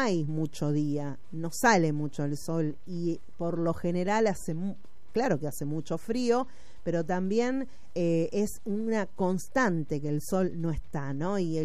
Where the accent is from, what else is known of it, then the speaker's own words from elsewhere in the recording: Argentina; esta es nuestra estilo de vida, estos somos como argentinos, ¿no?